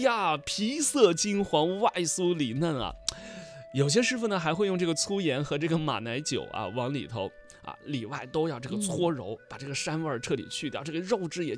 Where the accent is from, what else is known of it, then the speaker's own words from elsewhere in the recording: China; 羊肉在我们中国人的餐桌上地位是不低的